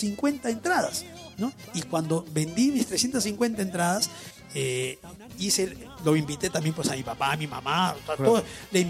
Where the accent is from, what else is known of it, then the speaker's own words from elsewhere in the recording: Piura, Peru; moved away; vengo de Piura